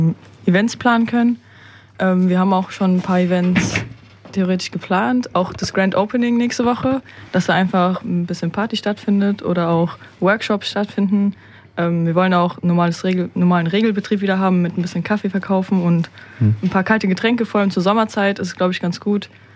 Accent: Rüsselsheim, Hesse, Germany; Ja, also ich bin auch hier in Rüsselsheim aufgewachsen und groß geworden.

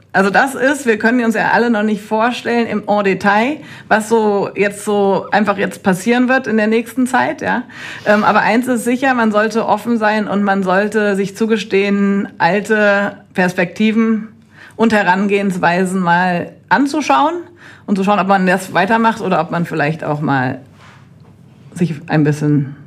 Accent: Wiesbaden, Hesse, Germany; moved away as an adult; also born or lived in Mainz; now in Rüsselsheim, Germany; bin im Rheingau-Taunus-Kreis in Wiesbaden groß geworden und habe dann in Mainz studiert. Später, als ich dann wieder hier im Rhein-Main-Gebiet war beruflich, bin ich nach Darmstadt gependelt von Wiesbaden aus.

